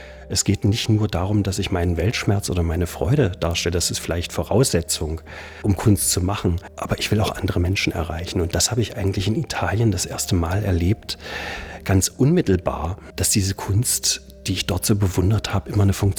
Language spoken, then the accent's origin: German; Erfurt, Thuringia, Germany; Ich bin in Erfurt groß geworden